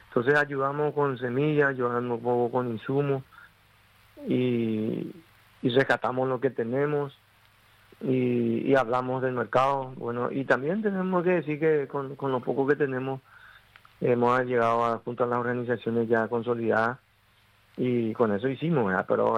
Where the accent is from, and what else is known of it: Paraguay